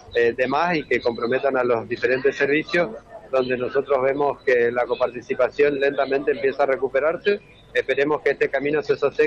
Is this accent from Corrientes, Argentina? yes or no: yes; Corrientes, Argentina; Nosotros somos correntinos y defendemos los intereses de los correntinos